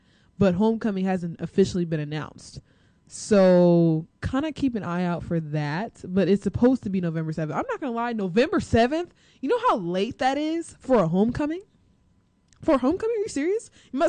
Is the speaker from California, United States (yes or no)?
no; Kansas City, Missouri, United States; now in Houston, United States; Kansas City Chiefs. I'm definitely going to be following him, because that's my hometown, and I love Kansas City